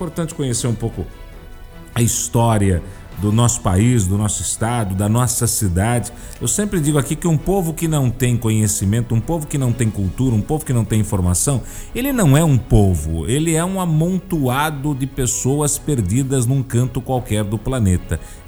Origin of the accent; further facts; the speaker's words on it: Brazil; a gente é brasileiro